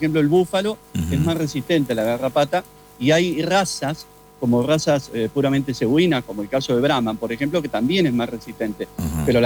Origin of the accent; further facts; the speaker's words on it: Uruguay; soy uruguayo